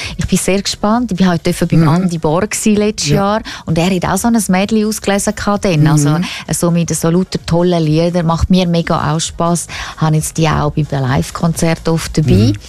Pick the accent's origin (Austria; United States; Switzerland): Switzerland; Davos, Graubünden; Aber ich bin im Bündnerland in Davos aufgewachsen.